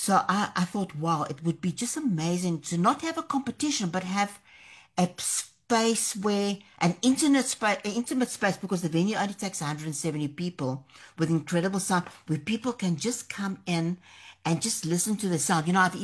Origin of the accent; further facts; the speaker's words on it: South Africa; I was born, my father goes back to Italy. My father's still alive, he lives in Italy, but I'm South African. I grew up here. I feel so connected to this incredible country.